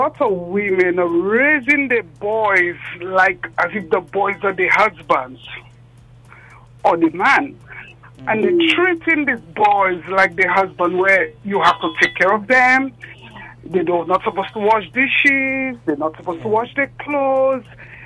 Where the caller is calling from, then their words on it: Martinique; I'm calling from Martinique.